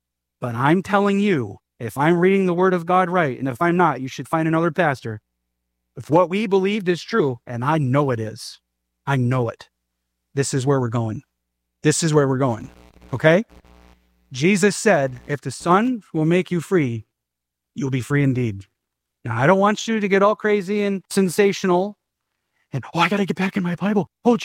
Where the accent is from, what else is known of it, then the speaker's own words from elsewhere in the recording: United States; I'm American. Amen? I love this country.